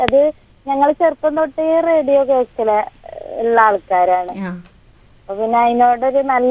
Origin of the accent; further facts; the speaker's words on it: Pattambi, Kerala, India; moved away as an adult; now in Vandoor, India; എന്റെ വീട് എന്താ പട്ടാമ്പി കട്ടിൽമാടത്താണ്. അവിടെ അച്ഛണ്ട്, അമ്മ ഉണ്ട്, പിന്നെ ചേച്ചി ഉണ്ട്.